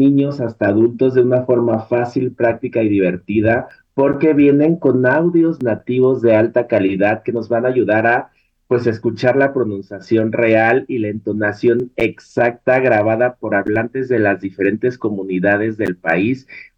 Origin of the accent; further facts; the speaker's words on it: Mexico; tenemos que sentirnos orgullosos de nuestro país, de nuestras tradiciones, pero también de nuestro talento mexicano.